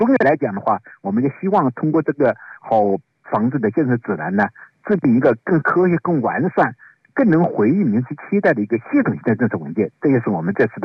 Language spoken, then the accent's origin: Chinese; China; 我们中国人